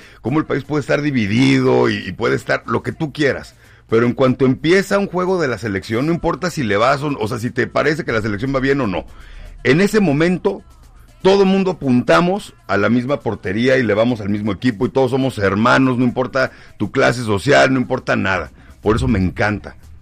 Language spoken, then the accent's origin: Spanish; Tijuana, Baja California, Mexico; moved away as an adult; now in Las Vegas, United States; Yo tengo, ¿qué? Escasos 2 meses aquí en Las Vegas. Yo lo dije ayer, soy de Tijuana, Baja California, con mucho orgullo.